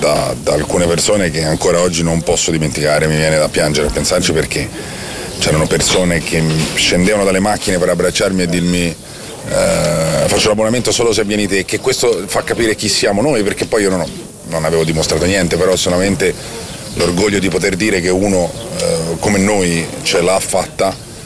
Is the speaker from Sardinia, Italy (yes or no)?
no; Florence, Tuscany, Italy; born there; sono nato a Firenze